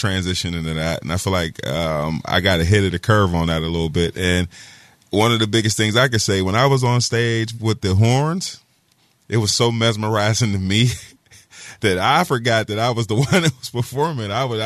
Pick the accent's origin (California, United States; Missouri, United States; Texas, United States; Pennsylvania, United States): Pennsylvania, United States; McKeesport; I grew up right here in McKeesport. Early, younger, I was in Harrison Village. Then I moved all the way around. I was in Crawford Village